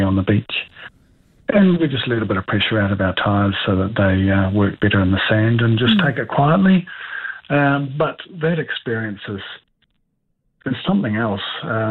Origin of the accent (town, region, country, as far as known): Northland, New Zealand; born or raised there